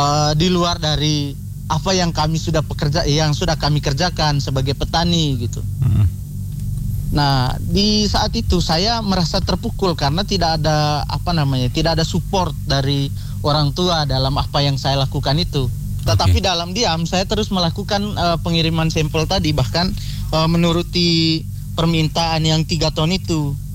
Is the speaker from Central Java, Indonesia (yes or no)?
no; East Nusa Tenggara, Indonesia; born there; moved away as an adult; saya kembali ke desa saya di Manggarai Timur, tepatnya di Desa Colol. Nah, di sana saya karena juga anak seorang petani dan juga punya kebun kopi